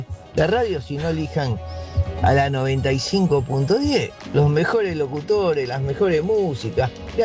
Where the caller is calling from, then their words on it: Buenos Aires, Argentina; de Floresta, chicos.